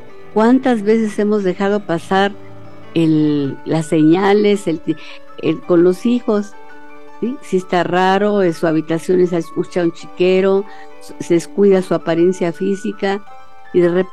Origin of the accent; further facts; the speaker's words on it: Mexico; Pero como mexicanos también, mucho muy difíciles.